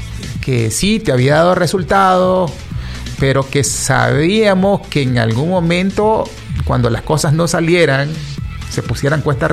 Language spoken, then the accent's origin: Spanish; Nicaragua; Y soy Nica y me gusta bastante el fútbol